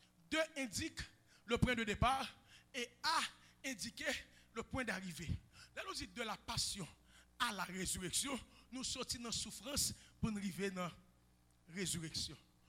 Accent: Haiti; En tant qu'haïtien, en tant que pasteur haïtien

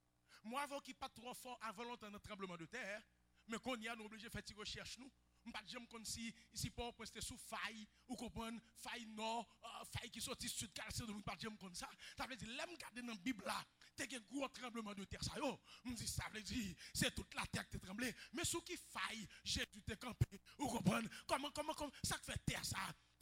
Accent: Haiti; En tant qu'haïtien, en tant que pasteur haïtien, je ne peux pas courir sous texte.

